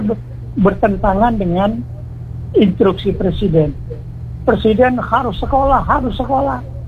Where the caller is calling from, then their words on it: Bangka Belitung Islands, Indonesia; Kalau saya sendiri orang Bangka.